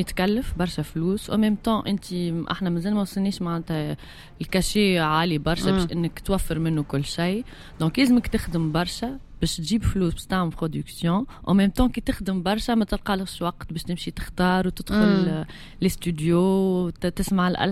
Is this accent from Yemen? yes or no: no; Tunisia; ونحب نوصل صوتي بالتونسي ولذيك ليدونتيتي نتاعنا وانا نعتز اني تونسيه ونحفظ التونسي